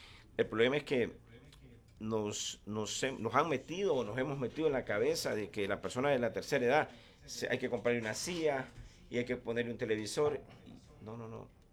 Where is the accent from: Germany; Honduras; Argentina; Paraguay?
Honduras; ¿de dónde sos? De Honduras.